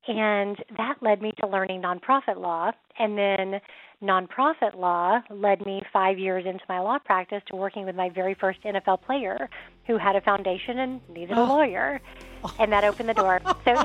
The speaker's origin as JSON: {"language": "English", "region": "Oklahoma", "country": "United States", "tie": "born or raised there", "said": "I think growing up in Oklahoma, everyone, it's the Bible Belt. At least when I grew up, everybody called themselves a Christian."}